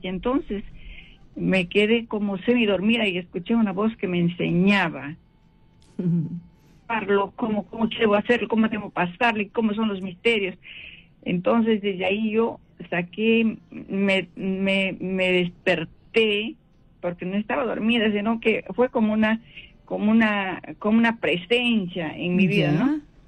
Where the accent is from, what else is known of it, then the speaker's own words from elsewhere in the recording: Chachapoyas, Amazonas, Peru; moved away as an adult; now in Lima, Peru; yo soy de Chachapoyas